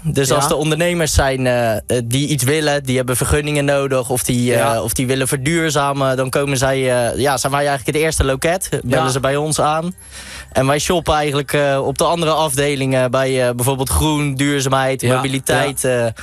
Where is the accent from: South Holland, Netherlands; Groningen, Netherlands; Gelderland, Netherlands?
South Holland, Netherlands; 's-Gravenzande; En gewoon uit Schavenzanden, dus lekker uit de buurt.